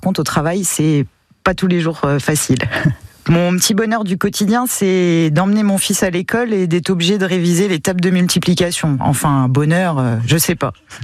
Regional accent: Chancenay, Grand Est, France; je suis de Chancenay, dans la Haute-Marne. Et je suis dans les petits bonheurs, ici Champagne-Ardenne. Je sais que je suis haut-marnaise

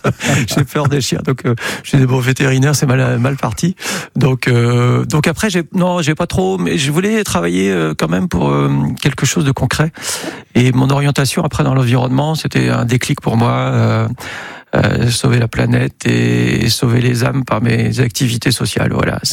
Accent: Lille, Hauts-de-France, France; accent: ch'ti; je suis originaire de Lille, un ch'ti. Voilà, il est dans une famille, on habite à côté de Lille

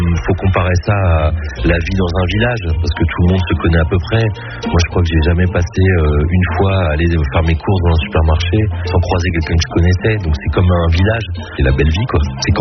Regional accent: French Polynesia; also born or lived in Lens, France; now in France; Moi je suis né à Lens, en 81. Quand j'ai eu 7 ans, mes parents ils ont quitté la France pour partir en Polynésie française. Donc j'ai grandi à Tahiti et je suis revenu vivre en France

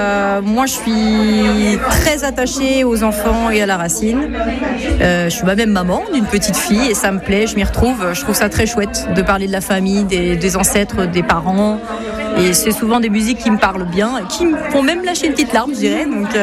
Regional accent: French Guiana; now in Toulouse, France; Même si je suis pas du tout de culture polynésienne ni tahitienne, je suis de Guyane.

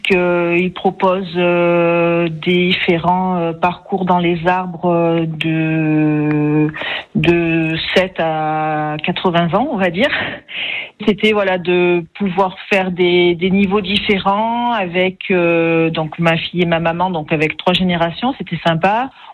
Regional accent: Auvergne-Rhône-Alpes, France; je viens de l'Ardèche.

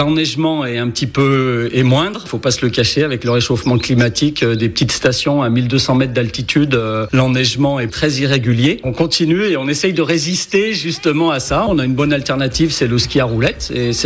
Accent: Saint-Étienne, Auvergne-Rhône-Alpes, France; now in Le Bessat, France; Je suis Stéphanois, puis ma femme est Bessataire, elle y a toujours habité et moi ça fait plus d'une trentaine d'années que j'habite au Bessat

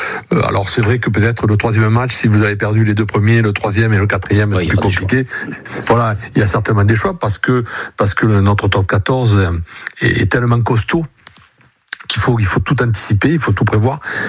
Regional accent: Toulouse, Occitanie, France; Je suis toulousain.

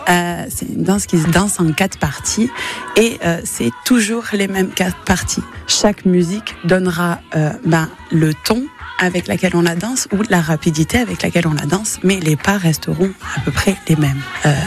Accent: Nîmes, Occitanie, France; ici chez nous à Nîmes

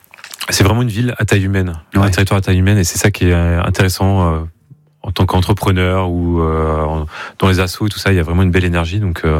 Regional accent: Saint-Ouen-des-Toits, Pays de la Loire, France; born there; Ouais, je suis né à Saint-Ouen-des-Toits exactement. Déjà il y a 40 ans.

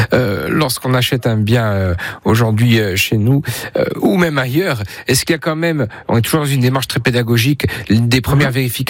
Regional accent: Corsica, France; Nous sommes dans une situation évidemment particulière chez nous en Corse.

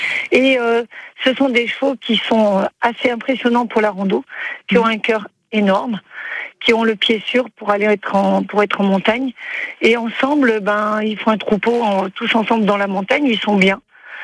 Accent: Chastreix, Auvergne-Rhône-Alpes, France; also born or lived in Clermont-Ferrand; Alors, je suis pas de Chastrée, je suis de Clermont, mais mes parents ont toujours vécu à Chastrée, et moi aussi.

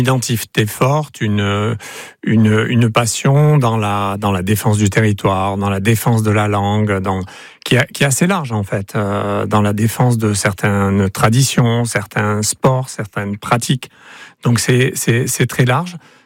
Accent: Nouvelle-Aquitaine, France; now in Saint-Pée-sur-Nivelle, France; j'explique que je suis béarnais, donc un cousin, pas si éloigné que ça, mais que je suis en quelque sorte expatrié au Pays Basque, donc je ne triche pas, voilà, je précise que je suis béarnais.

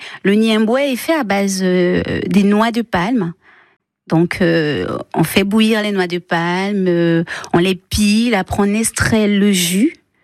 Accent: Gabon; now in Limousin, France

